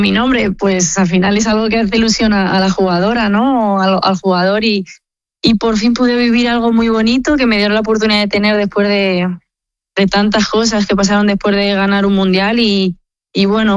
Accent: Madrid, Community of Madrid, Spain; final sigue siendo Madrid y sigo siendo madrileña

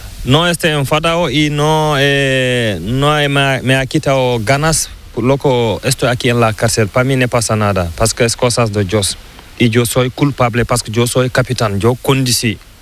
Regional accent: Mali; first language Pular; Spanish is a second language; moved away as an adult; also born or lived in Mauritania; now in Spain; yo soy de Mali, pero yo muchos años yo trabajaba en Mauritania, en el mar.

